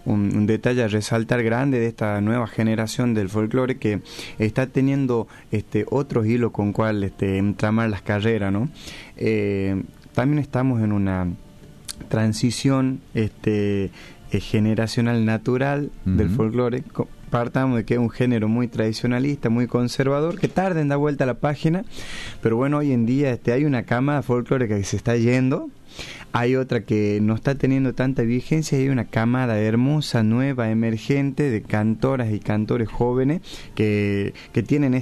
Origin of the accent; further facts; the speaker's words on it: Salta, Argentina; yo soy salteño, nacido y criado en Salta Capital